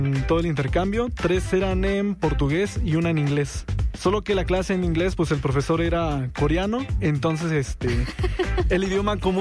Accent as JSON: {"language": "Spanish", "region": "Oaxaca", "country": "Mexico", "first_language": "Spanish", "said": "yo soy de Oaxaca y siempre voy a hablar de mi estado"}